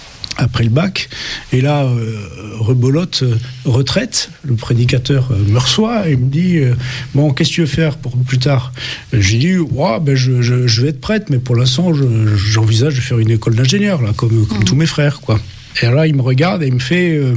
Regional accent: Montpellier, Occitanie, France; born there; Je suis né à Montpellier, qui est la ville d'origine de la famille, mais j'y suis né pendant les vacances, et j'y ai en fait jamais habité

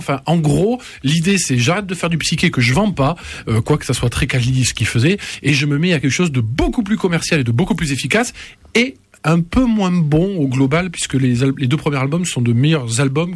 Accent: Toulouse, Occitanie, France; Oui, on est toulousain. Hein. Qu'est-ce que tu veux? On va pas se refaire.

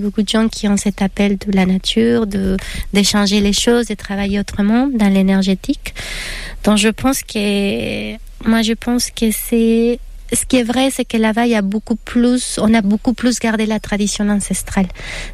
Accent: Mexico City, Mexico; French is a second language; also born or lived in Acolman; now in France; Mais je viens de Mexique, ma famille, on faisait moitié du temps à Mexico, qui c'est la ville, et on faisait moitié du temps dans un petit village qui est à côté des pyramides de Teotihuacan, qui s'appelle Acolman.

